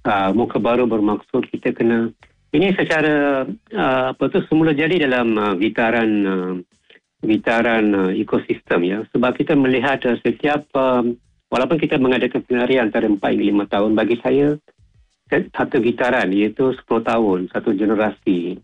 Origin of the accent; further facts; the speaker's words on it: Kluang, Johor, Malaysia; Macam tidak jauh daripada kampung saya di Keluang, jiran. Saya orang Keluang kan.